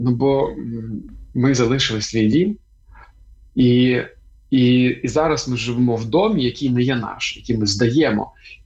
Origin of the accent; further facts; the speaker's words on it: Melitopol, Zaporizhzhia Oblast, Ukraine; born there; moved away as an adult; він також народився в Мелітополі. І та віці, власне, півтора року ми виїхали з Мелітополя